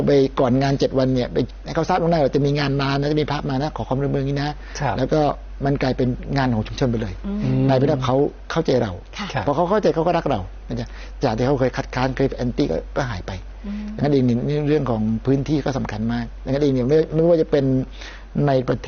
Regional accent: Pattani, Thailand; ด้วยความที่ได้บอกแล้วว่าเป็นคนบ้านเกิดปัตตานี

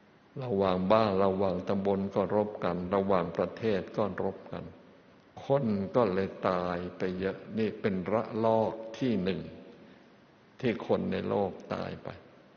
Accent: Kanchanaburi, Thailand; born or raised there

